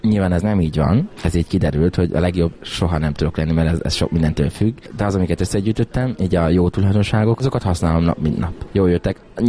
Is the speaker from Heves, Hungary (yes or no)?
yes; Kápolna, Heves, Hungary; Én Heves megyében, Kápolnán nőttem fel, egy zenész cigány családban, egy 7 gyermekes családban